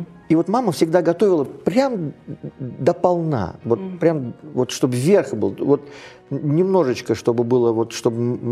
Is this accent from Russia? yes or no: no; Samarkand, Samarqand Region, Uzbekistan; Вы правильно назвали, что я иранец, да. Я родился в Узбекистане, в городе Самарканде.